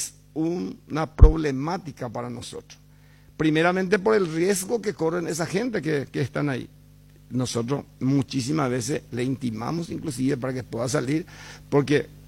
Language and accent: Spanish; Lambaré, Central, Paraguay; Yo soy de Cuatro Mojones, vos sos de Santa Lucía. Ni a 10 cuadras no estamos uno del otro. Y vivimos en la zona del arroyo Lambaré.